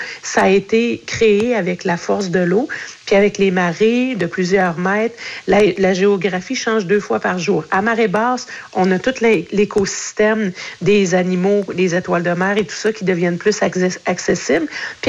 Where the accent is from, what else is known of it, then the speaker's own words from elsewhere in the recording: Quebec, Canada; Chez nous, en Mangani